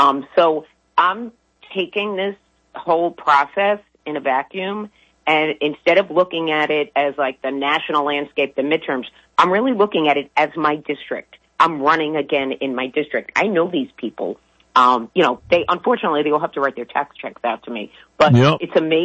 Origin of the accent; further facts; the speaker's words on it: Queens, New York, United States; I grew up in the city. I grew up in Middle Village, Queens. So when I moved to Nassau, I was like, what's going on here?